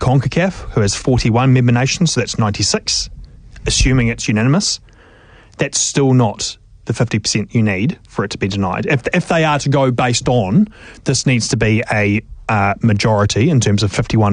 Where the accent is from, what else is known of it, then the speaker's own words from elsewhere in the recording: New Zealand; I sit here as a New Zealander